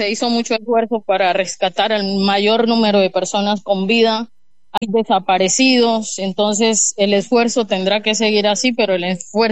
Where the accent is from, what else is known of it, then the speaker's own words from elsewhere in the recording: Buenaventura, Valle del Cauca, Colombia; como colombianos, como bonaverenses, como gente del Pacífico